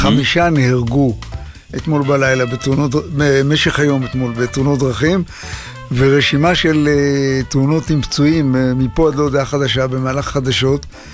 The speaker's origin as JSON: {"language": "Hebrew", "town": "Ramat Gan", "region": "Tel Aviv District", "country": "Israel", "said": "אני מאזור רמת גן למשל, גבעתיים"}